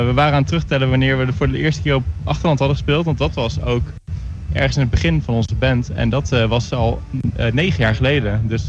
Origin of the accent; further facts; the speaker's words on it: Doetinchem, Gelderland, Netherlands; we komen allemaal uit Doetinchem